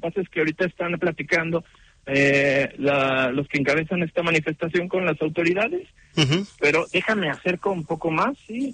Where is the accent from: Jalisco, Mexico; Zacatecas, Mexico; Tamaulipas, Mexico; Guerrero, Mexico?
Jalisco, Mexico; Guadalajara; los que somos tapatíos